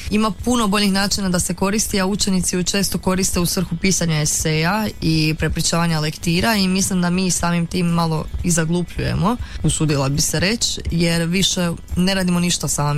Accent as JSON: {"language": "Croatian", "country": "Croatia", "said": "mi dalje imamo taj neki svoj mentalitet jednako tu kod nas u Hrvatskoj, općenito na Balkanu"}